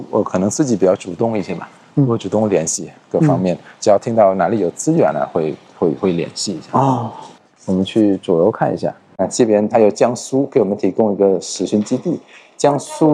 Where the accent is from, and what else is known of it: Cambodia